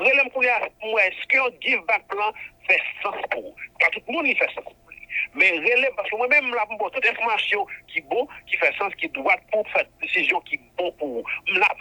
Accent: Haiti; moved away; Je suis haïtien. Je suis venu ici.

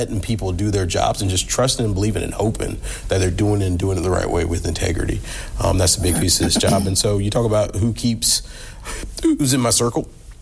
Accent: South Carolina, United States; also born or lived in Texas; now in Toledo, United States; I grew up in South Carolina. I spent 7.5 years in Texas.

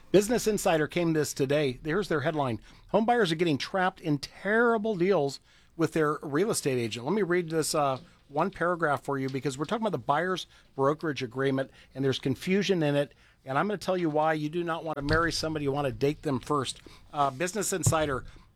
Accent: Oregon, United States; If you ever walked in, I'm from Oregon, right?

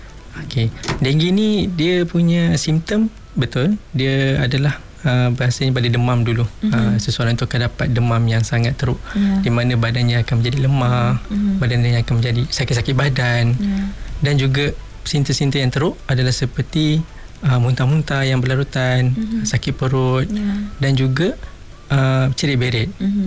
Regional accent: Johor, Malaysia; Betul, saya orang Johor.

